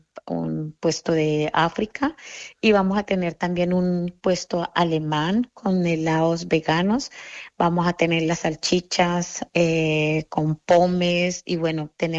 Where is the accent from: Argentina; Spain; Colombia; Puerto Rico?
Colombia; now in Hamburg, Germany; Bueno, eso fue una idea como latinoamericana, como colombiana